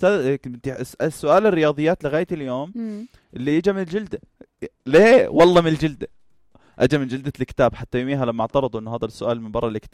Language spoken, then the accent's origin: Arabic; Jordan; عندنا بالأردن